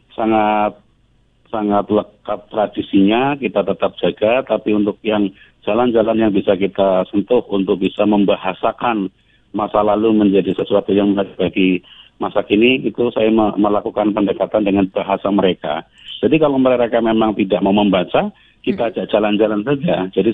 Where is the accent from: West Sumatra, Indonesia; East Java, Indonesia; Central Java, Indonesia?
Central Java, Indonesia; Banyumas; born there; tanah kelahiran kami